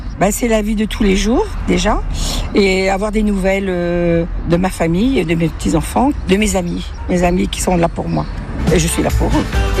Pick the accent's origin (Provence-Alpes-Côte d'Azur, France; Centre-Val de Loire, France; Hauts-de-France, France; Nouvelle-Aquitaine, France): Hauts-de-France, France; Dunkirk; Dunkerque.